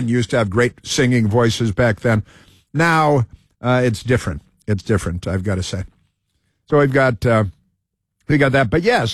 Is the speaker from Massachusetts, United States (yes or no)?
no; Chicago, Illinois, United States; growing up in Chicago and CTA.